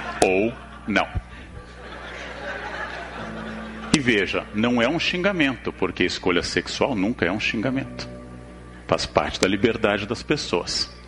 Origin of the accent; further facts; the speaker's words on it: Rio Grande do Sul, Brazil; moved away; Devia ser alguém do meu estado. Esse tipo de sinceridade é muito gauchesca, né?